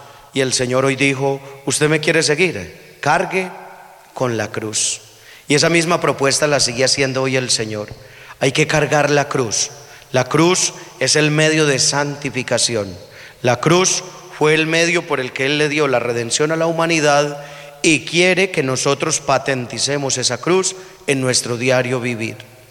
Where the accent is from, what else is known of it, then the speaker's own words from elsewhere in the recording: Colombia; Como colombianos, hacemos un compromiso